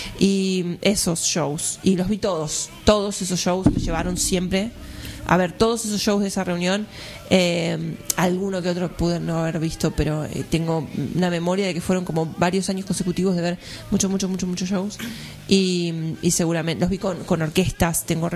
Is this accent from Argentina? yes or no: yes; Quilmes, Buenos Aires Province, Argentina; Yo vengo de Quilmes, no sé si conocen, allá para el sur.